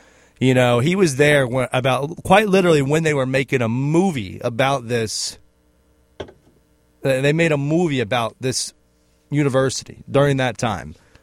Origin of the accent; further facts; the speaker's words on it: Pensacola, Florida, United States; also born or lived in Huntington, United States; Now, I represent a little guy, as I am a local guy from Pensacola, but I was born in Huntington, West Virginia, so I very heavily bleed